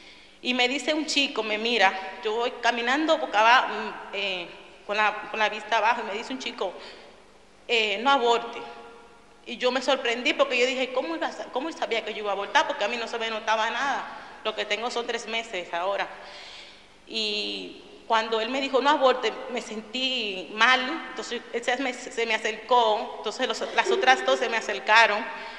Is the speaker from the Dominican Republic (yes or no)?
yes; Dominican Republic; moved away as an adult; soy de República Dominicana, tengo 3 niños y quedé embarazada aquí.